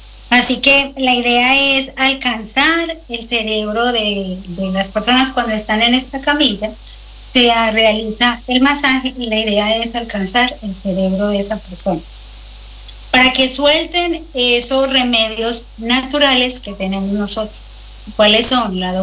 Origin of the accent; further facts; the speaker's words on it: Colombia; moved away as an adult; now in Coyhaique, Chile; Yo soy de Colombia y allá inicié a estudiar eso como hobby y me vine a este maravilloso lugar, a Patagonia